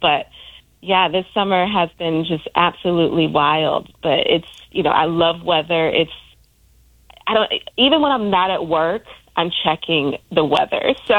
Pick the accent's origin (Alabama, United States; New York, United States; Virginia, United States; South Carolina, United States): Virginia, United States; moved away as an adult; now in Chicago, United States; I grew up in Virginia, obsessed with hurricanes and thunderstorms.